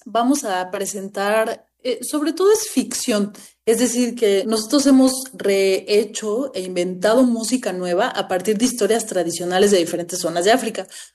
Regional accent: Mexico; Nosotros como músicos mexicanos pues también ya lo adaptamos para presentarlo aquí al público mexicano

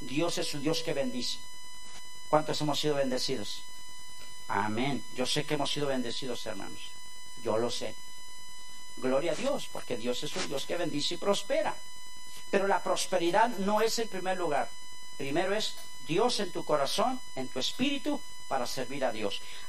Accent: Haiti; now in United States; Cuando yo vine de Haití y llegamos a Florida, y yo en el avión podía ver toda la playa lujosísima

